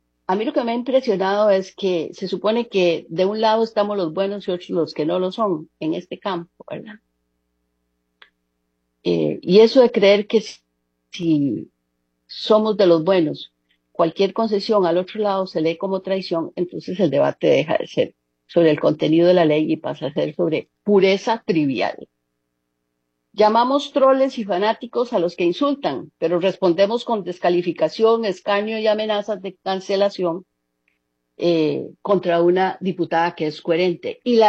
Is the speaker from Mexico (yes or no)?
no; Costa Rica; Algo nos desenfocó como costarricenses.